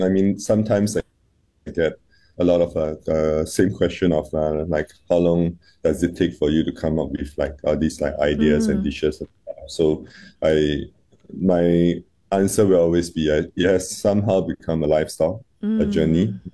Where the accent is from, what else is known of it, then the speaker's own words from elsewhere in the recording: Singapore; our old place where I grew up itself was in Henderson.